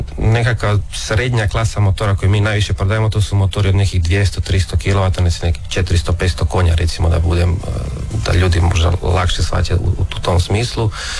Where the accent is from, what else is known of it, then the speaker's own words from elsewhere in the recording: Pula, Istria County, Croatia; mi smo tu iz Pule, pretežito svi, imamo jednog Porečana isto. On je blizu mora.